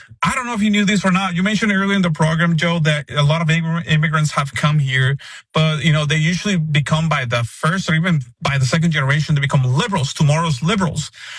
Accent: Spain; first language Spanish; English is a second language

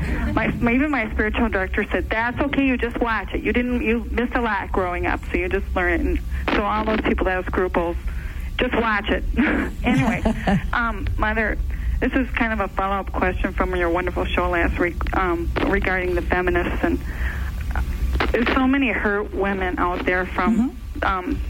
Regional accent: Minnesota, United States; I'm from Minnesota

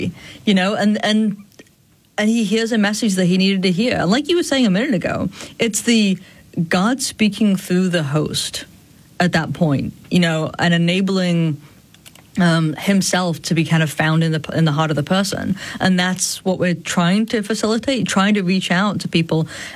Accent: Sheffield, Yorkshire and the Humber, United Kingdom; now in North Carolina, United States; Yeah, Steel City. So, not the prettiest of places, but yes.

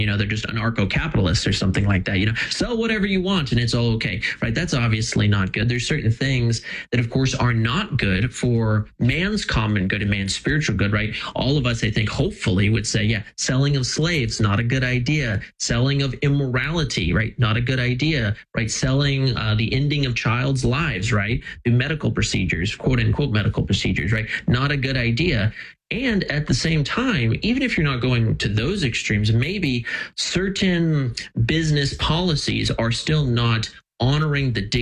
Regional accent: United States; I'm a constitutionalist. I'm an American.

